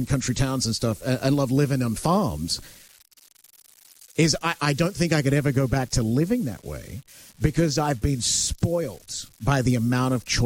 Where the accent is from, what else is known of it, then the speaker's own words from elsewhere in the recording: Australia; Love it. I'm Australian. I'm built for it.